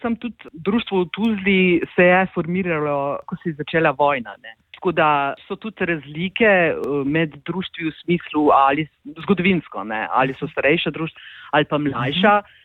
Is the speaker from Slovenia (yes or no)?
no; Tuzla, Federation of Bosnia and Herzegovina, Bosnia & Herzegovina; jaz sicer prihajam iz Tuzle, študirala sem pa angliščino in francoščino v Ljubljani. Ne? In sem članica lokalne skupnosti slovenske v Tuzli